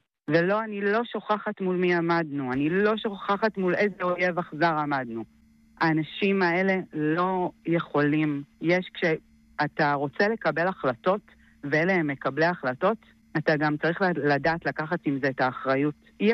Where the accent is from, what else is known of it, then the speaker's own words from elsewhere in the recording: Sderot, Southern District, Israel; born there; נולדתי בסדרות, גדלתי לתוך מתחי קסמים שנקראו טפטופים